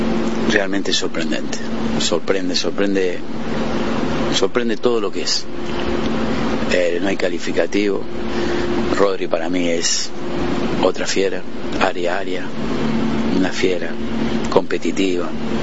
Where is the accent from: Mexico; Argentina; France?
Argentina; La verdad es un honor para a mí personalmente, soy argentino, y que nos representen así, de esa forma, ¿sí?